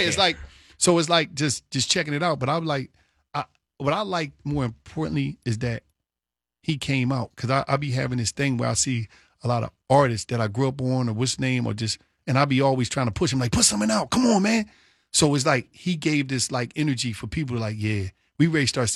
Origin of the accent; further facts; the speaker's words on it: Philadelphia, Pennsylvania, United States; I'm from Philly, so you know I'm near.